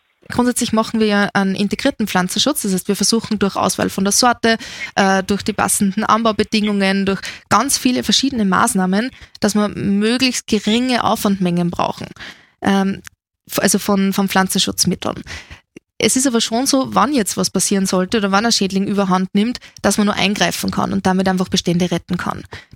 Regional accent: Austria; Bei uns in Österreich ist seit jeher die Sikkation verboten.

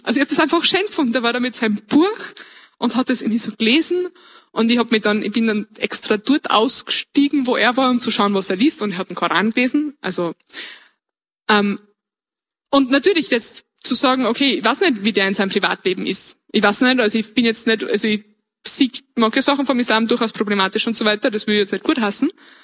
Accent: Upper Austria, Austria; now in Vienna, Austria; als Oberösterreicher darf man jetzt nicht sagen, dass Wien schön ist.

